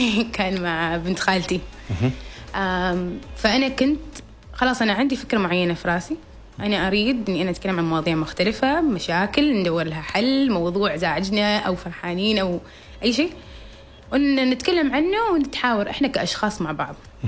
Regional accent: Oman; واقعنا إحنا كعمانيين.

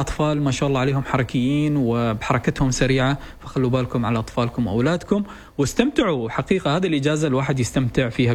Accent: Oman; بلدنا عمان

